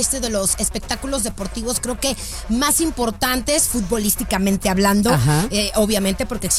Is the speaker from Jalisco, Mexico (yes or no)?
yes; Guadalajara, Jalisco, Mexico; moved away; estas dos tapatías importadas desde Guadalajara, Jalisco, México.